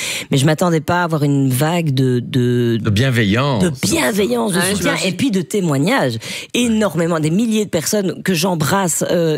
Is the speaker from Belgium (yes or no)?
yes; Charleroi, Wallonia, Belgium; Et c'était compliqué à une période de dire je viens de Charleroi et de l'assumer. Maintenant, je le clame, je le crie haut et fort. Je suis fière de ma ville. Je suis fière de venir de là.